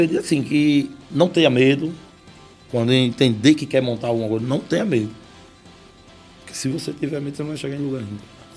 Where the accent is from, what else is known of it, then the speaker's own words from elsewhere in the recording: Ribeira do Pombal, Bahia, Brazil; born there; also born or lived in Poço Verde; now in São Paulo, Brazil; É, nasci em Pombal, porém, meu pai montou comércio em Poço Verde, né? Que é onde fiquei uma temporada lá. Eu fui embora para São Paulo